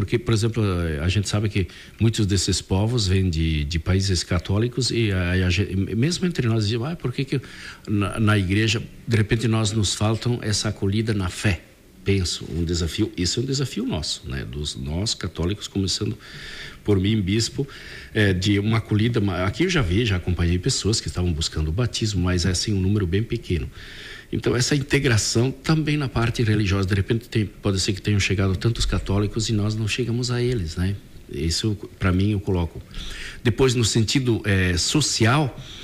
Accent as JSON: {"language": "Portuguese", "town": "Sarandi", "country": "Brazil", "tie": "born there", "moved": "yes", "said": "Eu vejo lá em Sarandi, na minha terra"}